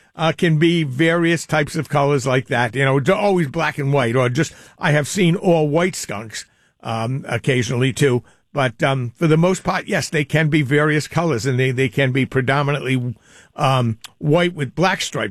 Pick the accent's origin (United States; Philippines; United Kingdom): United States; East Providence, Rhode Island; here in my hometown of East Providence, they're building a lot of apartment buildings.